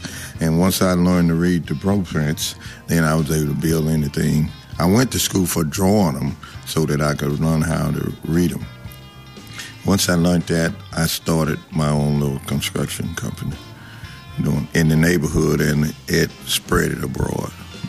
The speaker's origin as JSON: {"language": "English", "town": "Bernice", "region": "Louisiana", "country": "United States", "said": "I'm from Bernice, Louisiana, a little small town."}